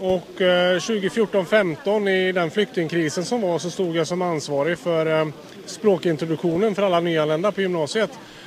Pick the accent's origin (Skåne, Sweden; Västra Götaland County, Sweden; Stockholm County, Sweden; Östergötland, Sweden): Västra Götaland County, Sweden; Mariestad; Jag är från Mariestad.